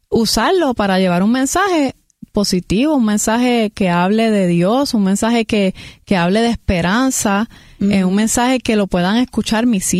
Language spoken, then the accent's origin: Spanish; Puerto Rico; Siempre canté en la iglesia de jovencita. De hecho, de niña, aquí en Puerto Rico, con mis dos hermanas